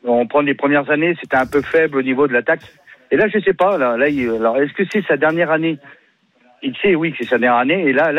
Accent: Marseille, Provence-Alpes-Côte d'Azur, France; Et ce mec-là, bah, moi, je suis Marseillais. Et moi, je vois ce qu'il nous a apporté, nous, à Marseille.

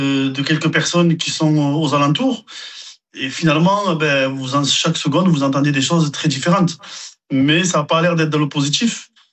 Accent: Ille-sur-Têt, Occitanie, France; ça fait 41 ans que je suis à Isle, donc parce que je suis né là et j'ai grandi là

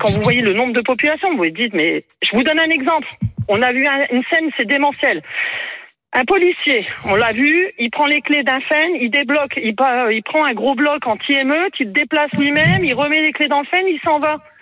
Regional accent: France; Et pourtant, je suis française, hein.

